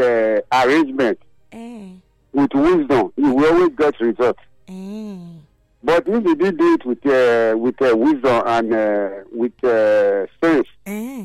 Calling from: Benin City, Edo, Nigeria; I'm in Benin now.

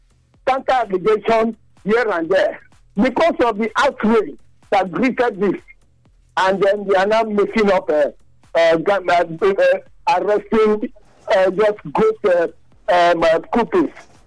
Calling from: Nigeria; I'm calling from Santana Junction, Ebosha Community.

